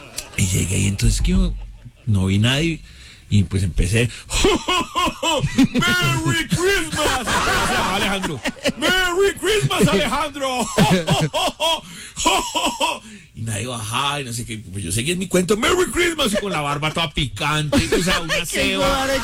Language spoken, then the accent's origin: Spanish; Colombia; Y como buen colombiano